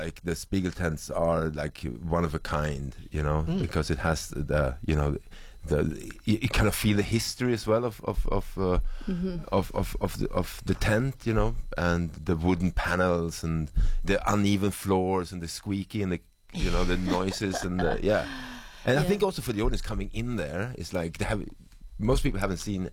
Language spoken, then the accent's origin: English; Sweden; English is a second language; Yeah, I'm from Sweden. I don't speak very good English.